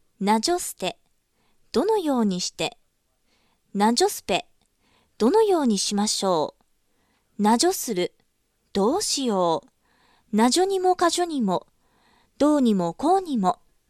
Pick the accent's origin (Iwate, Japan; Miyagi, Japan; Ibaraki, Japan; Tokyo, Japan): Miyagi, Japan; Ishinomaki; 私たちのふるさと石巻